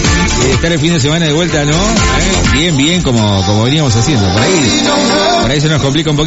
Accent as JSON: {"language": "Spanish", "town": "San José del Rincón", "region": "Santa Fe", "country": "Argentina", "said": "soy de Rincón. Rincón Santa Fe, ¿eh?"}